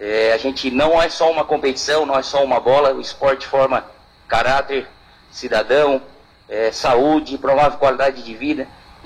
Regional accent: Brazil; Eu sou brasileiro, não desisto nunca

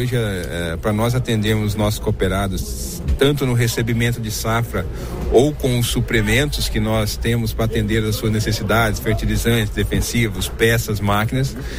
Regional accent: Terra Boa, Paraná, Brazil; Sou natural de Terra Boa, aqui no Paraná.

